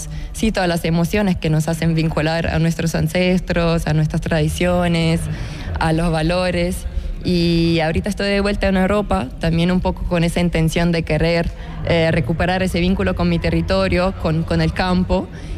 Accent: Adriatic coast, Italy; Spanish is a second language; tengo 26 años y soy de Italia. Vengo de un pueblo muy chiquito en la costa este, en la costa adriática de Italia.

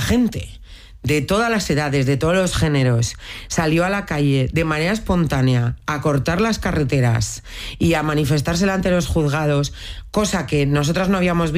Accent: Bilbao, Basque Country, Spain; es que yo soy de Bilbao, el lugar donde está el aeropuerto

